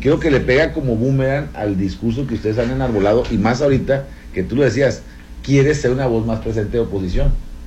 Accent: Navolato, Sinaloa, Mexico; le mando un saludo a mi paisano, amigo, ya sabes cómo somos de Navolato

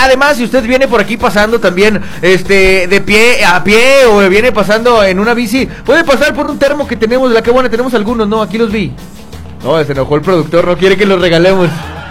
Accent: Durango, Mexico; Durango, Durango, mi tierra querida.

